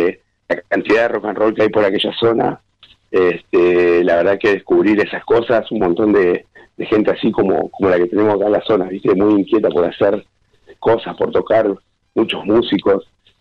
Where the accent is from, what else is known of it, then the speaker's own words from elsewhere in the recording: Neuquén, Argentina; además de ser … somos de Neuquén, y eso, bueno, enaltece un montón de cosas.